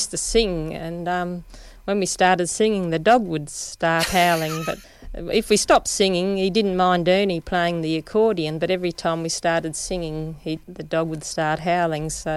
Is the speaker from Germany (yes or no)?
no; Harvey, Western Australia, Australia; Yes, I'm one of the lucky ones that can say I was born here and I've been bred here.